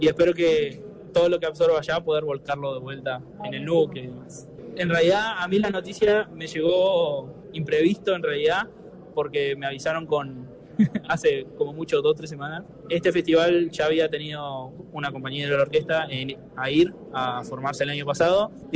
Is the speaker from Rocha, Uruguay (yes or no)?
no; Durazno, Uruguay; Yo soy de Durazno, del barrio de Puerto Los Barriles. Comencé con el instrumento a los 11 años.